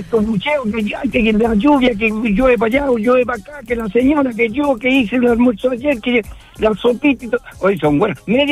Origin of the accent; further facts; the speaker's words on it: Santiago, Santiago Metropolitan Region, Chile; moved away as an adult; now in northern Chile; yo soy santiaguino, nacido, criado. Educado, alimentado y estudiado y salió de todo mi estudio en Santiago.